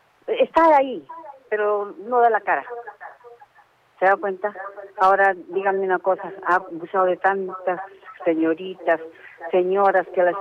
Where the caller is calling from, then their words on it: Arequipa, Peru; Nosotros que somos de acá de Caima